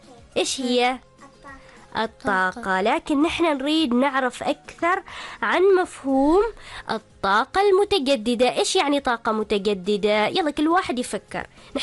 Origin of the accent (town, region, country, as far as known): Oman